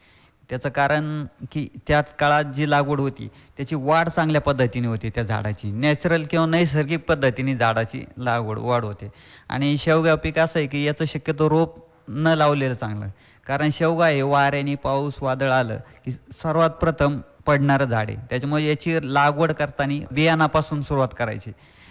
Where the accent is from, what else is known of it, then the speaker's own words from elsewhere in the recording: Pargaon, Maharashtra, India; पारगाव हे गाव तिन्ही बाजूनी पाणी आणि मध्ये गाव असं वसलेलं गाव आहे. गावातील पूर्ण ऐतिहासिक गाव म्हणजे प्रत्येक बाजूला काटकोनात घर आणि रस्ते